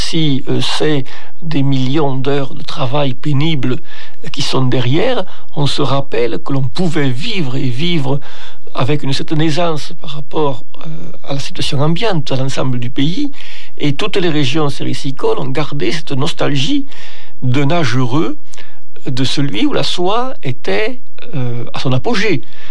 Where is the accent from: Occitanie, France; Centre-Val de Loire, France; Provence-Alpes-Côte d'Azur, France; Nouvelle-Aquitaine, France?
Occitanie, France; Donc la seule filature de soie fonctionnant actuellement en Europe communautaire se trouve chez nous, en France, dans les Cévennes.